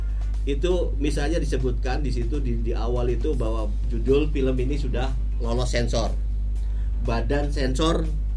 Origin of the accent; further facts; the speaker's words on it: Indramayu, West Java, Indonesia; asli Montermayu